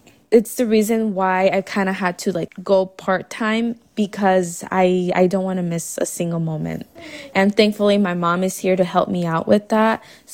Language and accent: English; Bellflower, California, United States; I am from Bellflower, California.